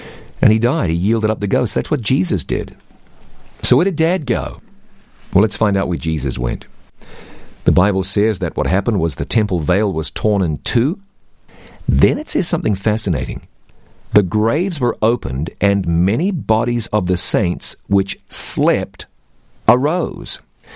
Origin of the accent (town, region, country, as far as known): New Zealand